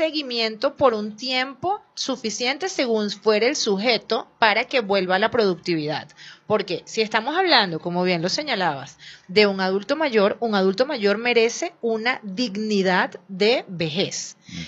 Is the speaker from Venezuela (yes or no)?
yes; Venezuela; no somos los mismos venezolanos.